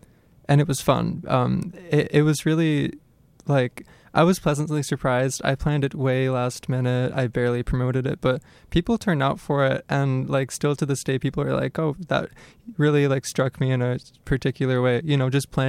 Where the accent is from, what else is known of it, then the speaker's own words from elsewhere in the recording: Florida, United States; now in Hazel Park, United States; Oh, I live in Hazel Park. I'm originally from Florida